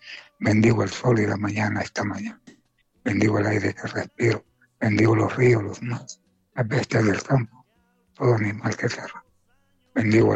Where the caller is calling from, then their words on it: Tegucigalpa, Francisco Morazán, Honduras; De Barrio La Cabaña, Tegucigalpa.